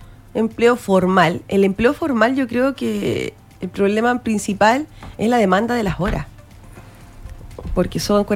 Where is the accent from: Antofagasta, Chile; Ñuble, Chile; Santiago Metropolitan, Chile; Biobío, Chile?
Antofagasta, Chile; born there; moved away as an adult; No, porque nací en Antofa.